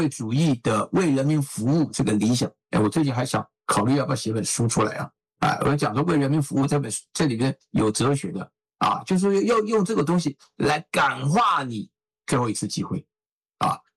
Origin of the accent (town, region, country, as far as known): Taiwan